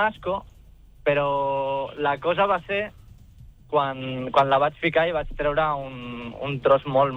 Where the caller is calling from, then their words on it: Lleida, Catalonia, Spain; bueno, sóc de Lleida